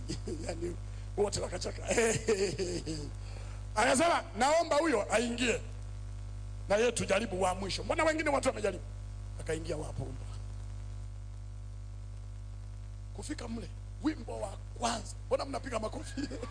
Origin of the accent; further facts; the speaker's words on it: Mbeya, Tanzania; tukamwalika kule kwetu Rungwe.